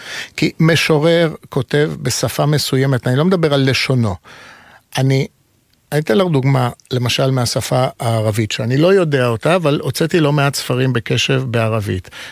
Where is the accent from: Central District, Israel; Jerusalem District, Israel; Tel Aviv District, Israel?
Tel Aviv District, Israel; Tel Aviv; also born or lived in Jaffa; נולדתי ביפו וגדלתי ברמת אביב של שנות ה-60, עליית גומוקה של שלהי שנות ה-50. אפשר היה להסתדר בשפה הפולנית או ביידיש בכל מקום בשכונה.